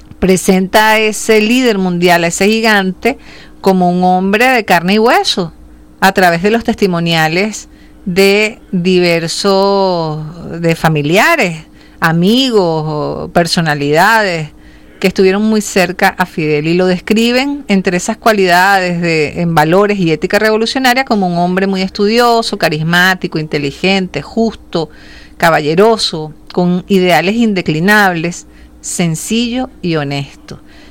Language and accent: Spanish; Venezuela; Somos venezolanos y venezolanas que, movidos por la solidaridad y convencidos de la necesidad de seguir construyendo agenda de lucha desde los pueblos de todo nuestro continente